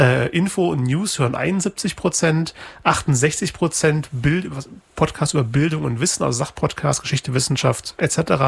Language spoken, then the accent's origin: German; Braunschweig, Lower Saxony, Germany; now in Leipzig, Germany; Ich weiß, in Braunschweig, wo ich aufgewachsen bin, gibt es Radio Okerwelle. Da habe ich Schülerpraktikum gemacht. In Leipzig, wo ich inzwischen wohne, gibt es Radio Blau.